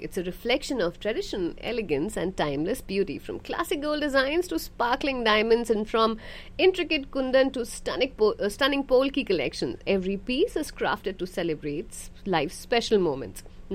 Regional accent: Patna, Bihar, India; मुझे पता है हम जिस शहर से आते हैं वहाँ पर बड़ा ही फेमस एक थिएटर होता था, अशोक सिनेमा नाम होता था. बिहार की बात कर रही हूँ, पटना की

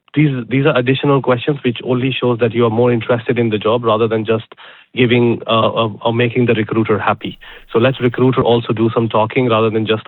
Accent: India; I am from India

